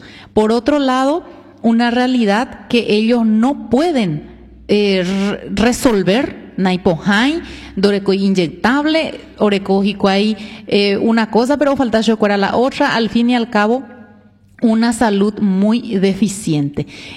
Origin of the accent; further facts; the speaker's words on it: Paraguay; somos tantos paraguayos